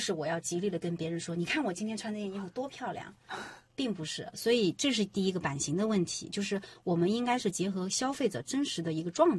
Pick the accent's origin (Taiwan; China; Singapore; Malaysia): China